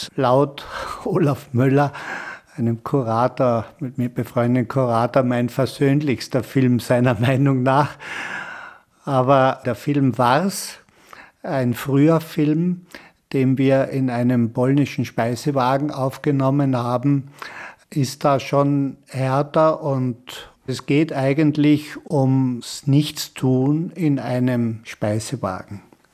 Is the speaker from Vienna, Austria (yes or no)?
no; Kötschach-Mauthen, Carinthia, Austria; Also ich habe mir immer Flachdächer gewünscht, die in der Gegend, wo ich aufgewachsen bin, nicht funktioniert haben. Roland Reiner hat dort eine Kirche geplant, in Kötschach-Mauten, eine evangelische Kirche.